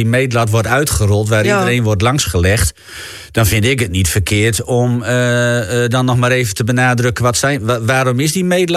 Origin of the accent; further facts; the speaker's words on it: Ter Apel, Groningen, Netherlands; Ja, je weet waar ik vandaan kom, dat is Ter Apel.